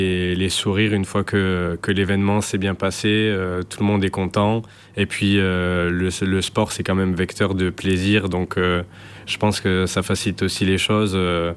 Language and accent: French; Sète, Occitanie, France; born there; j'ai 22 ans, je suis né à Sète